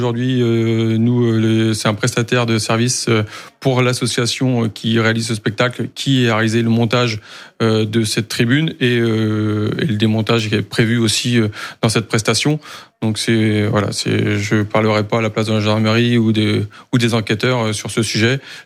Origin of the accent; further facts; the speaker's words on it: Erquy, Brittany, France; chez nous, à Erquy